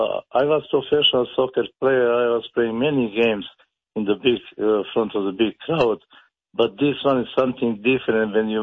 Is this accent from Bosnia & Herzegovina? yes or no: yes; Bosnia & Herzegovina; I'm from Bosnia and ex-Yugoslavia, but for many different reasons I've never been to watch that kind of games.